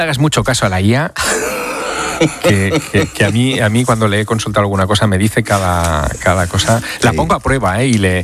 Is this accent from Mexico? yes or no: no; Teruel, Aragon, Spain; Vas a contar a mí, que soy de Teruel, que el territorio me lo conozco mucho